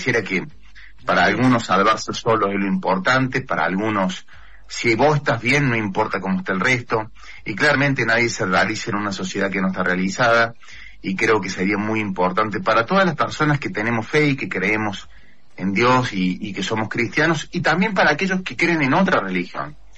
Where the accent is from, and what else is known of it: Córdoba, Argentina